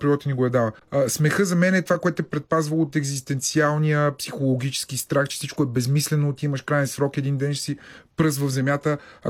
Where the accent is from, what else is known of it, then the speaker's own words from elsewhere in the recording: Dimitrovgrad, Haskovo Province, Bulgaria; now in Sofia, Bulgaria; аз съм от Димитровград